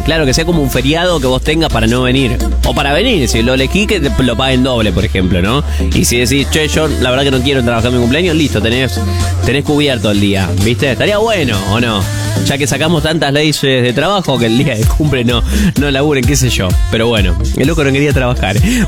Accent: Juan Eulogio Barra, Buenos Aires, Argentina; Mira, Nico … soy de Juan Eulogio Barra, provincia de Buenos Aires.

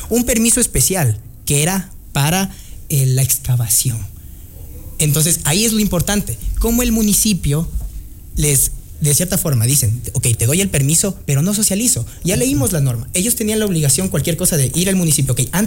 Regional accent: Quito, Pichincha, Ecuador; yo soy de Quito

